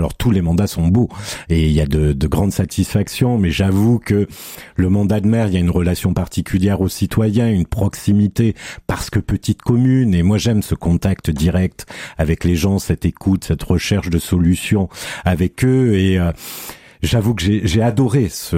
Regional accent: Nouvelle-Aquitaine, France; je suis un enfant du pays, natif de la belle commune d'Écart au sud de Limoges. Donc petite commune, 600 habitants

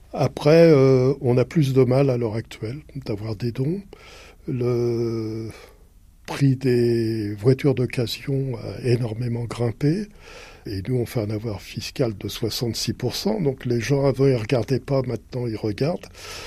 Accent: Paris, Île-de-France, France; je suis parisien d'origine, c'est facile de dire on peut se passer de voiture.

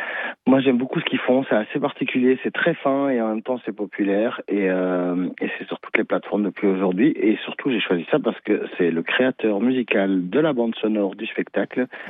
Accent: Morocco; Je suis marocain.

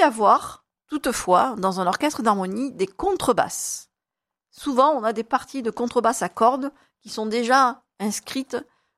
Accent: Caromb, Provence-Alpes-Côte d'Azur, France; Et en plus, c'est un ami qui habite Caron, puisque moi, je suis d'origine de Caron.

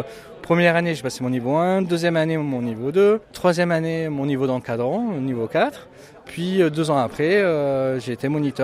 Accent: Marseille, Provence-Alpes-Côte d'Azur, France; now in Grenoble, France; ben tu viens de débarquer sur Grenoble, ça serait bien que tu trouves une activité, surtout que moi je suis originaire de Marseille.

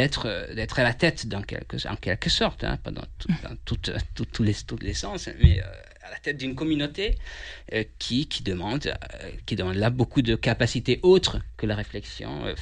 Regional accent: Hungary; French is a second language; moved away as an adult; now in France; Moi, je suis d'origine hongroise et ça fait bientôt 4 ans que je suis en France. Je suis arrivé dans le cadre d'un échange étudiant Erasmus en août 2022, puisque avant, j'étais étudiant à la faculté luthérienne de théologie de Budapest

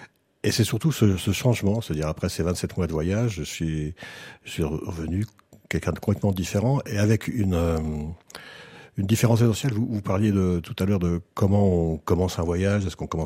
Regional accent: France; je suis membre d'une diaspora, donc la diaspora arménienne. Je suis pas arménien, je suis français d'origine arménienne.

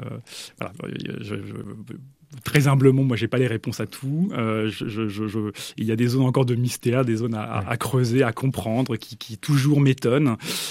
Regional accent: Lisieux, Normandy, France; j'ai grandi à Lisieux

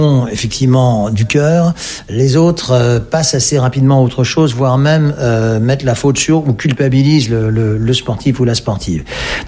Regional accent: France; born there; Mon père était donc citoyen américain, 100% américain, ce qui est ma demi-nationalité vu que je suis né en France, de mère néerlandaise.

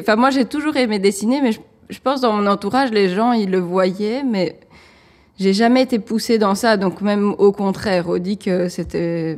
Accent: Liège, Wallonia, Belgium; also born or lived in Reni, Ukraine; c'est la ville, même si je ne suis pas née à Liège, mais c'est la ville où j'ai grandi depuis que j'ai 3 ans. Donc c'est là où j'ai fait mes primaires, mes secondaires et toutes mes études.

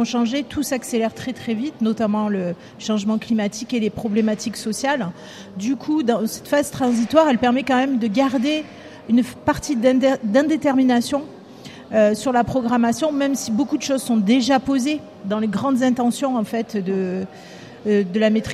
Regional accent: Marseille, Provence-Alpes-Côte d'Azur, France; je suis marseillaise

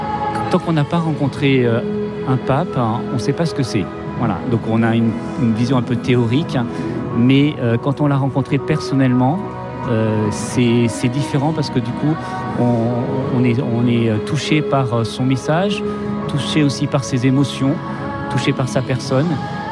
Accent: Nouvelle-Aquitaine, France; On arrive d'un petit village pas très loin de Pau. Donc on est dans une terre où on est familier de la Vierge Marie, notamment de Lourdes, qui est en grande affection chez nous.

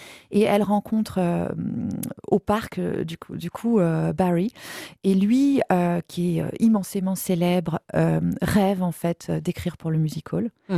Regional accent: Aix-en-Provence, Provence-Alpes-Côte d'Azur, France; Donc je suis provençale, je suis aixoise, ma famille est très marseillaise dans ses racines.

